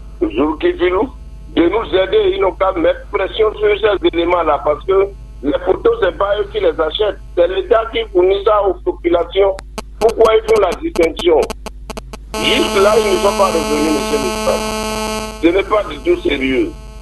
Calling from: Parakou, Borgou, Benin; J'appelle de Parakou, quartier d'Oparou.

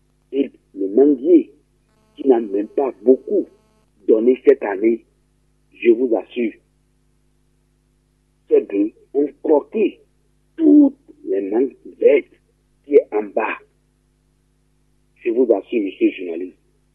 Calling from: Kati, Koulikoro, Mali; Je suis à Bakou de Kati, Nima.

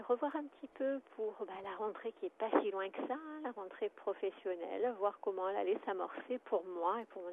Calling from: Auvergne-Rhône-Alpes, France; J'appelle de la Drôme.

